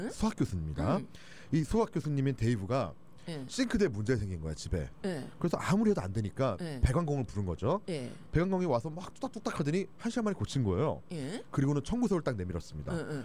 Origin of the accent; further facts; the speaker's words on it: United States; 미국 사람 난 미국 사람인데